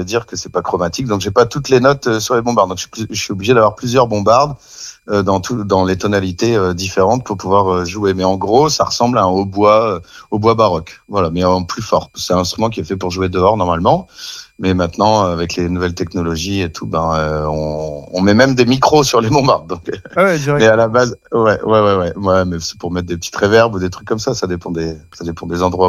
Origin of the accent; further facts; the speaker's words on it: Marcq-en-Barœul, Hauts-de-France, France; moved away as an adult; also born or lived in La Madeleine / Douai; now in Brittany, France; À la base, je suis ch'ti, donc j'arrive de Lille. Je suis né à Marc-en-Barœul, dans le nord de la France. Et j'ai commencé la musique vers l'âge de 5-6 ans à l'école de musique d'abord de la Madeleine, la ville où j'habitais.